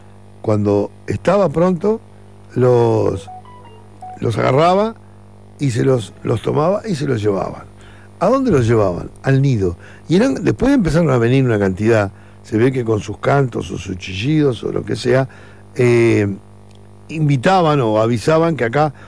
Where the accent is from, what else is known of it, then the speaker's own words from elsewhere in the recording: Uruguay; born there; Sí, yo nací acá en el Uruguay, acá, a 2 cuadras de la plaza, a 1 cuadra de la plaza.